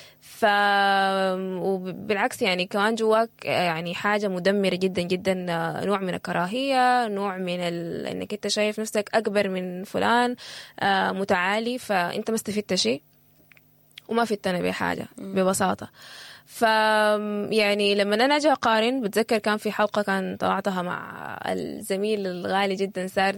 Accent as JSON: {"language": "Arabic", "country": "Sudan", "said": "انا سوداني"}